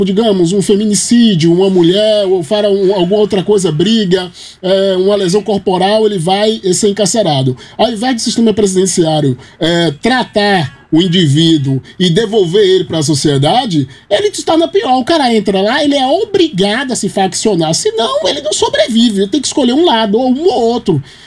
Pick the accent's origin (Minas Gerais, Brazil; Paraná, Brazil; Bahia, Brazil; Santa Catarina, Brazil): Bahia, Brazil; sou da Bahia